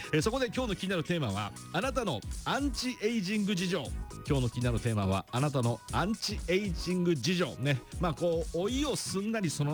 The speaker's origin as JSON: {"language": "Japanese", "region": "Tochigi", "country": "Japan", "tie": "born or raised there", "moved": "yes", "said": "ふるさとは栃木に、帰省してまいりました。"}